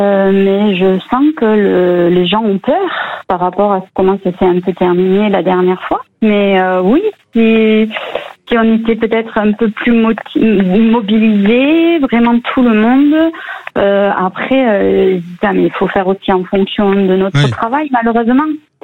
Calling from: Aignan, Occitanie, France; Non, je suis à Aignan.

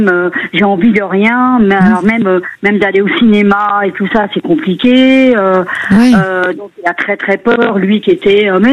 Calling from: Paris, Île-de-France, France

